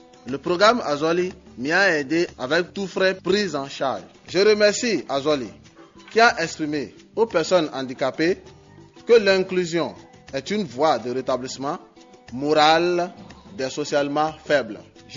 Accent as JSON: {"language": "French", "town": "Nikki", "region": "Borgou", "country": "Benin", "said": "je viens de Niki."}